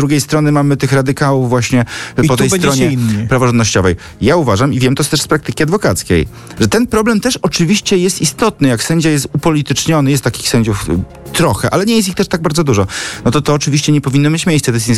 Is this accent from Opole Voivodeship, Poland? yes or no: yes; Opole, Opole Voivodeship, Poland; born there; Zresztą ja się urodziłem w Opolu i kilka lat tam mieszkałem